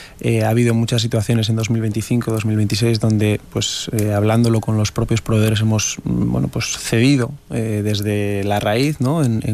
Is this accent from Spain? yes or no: yes; Navarre, Spain; particularmente como navarro que soy